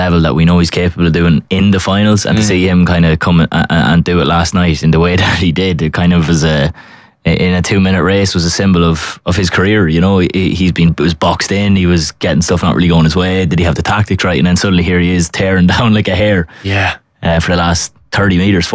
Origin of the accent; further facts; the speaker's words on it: Ireland; like as we're Irish people talking about how great the Irish crowd is